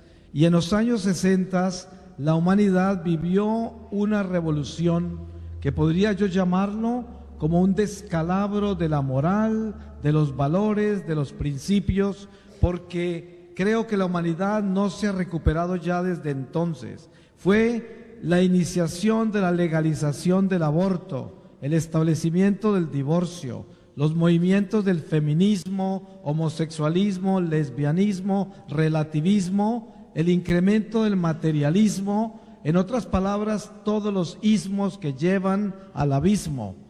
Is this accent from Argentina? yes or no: no; Colombia; also born or lived in Bogotá; Yo nací en Colombia, en una población pequeña de cultivadores de café. Soy el número 6 de 10 hijos.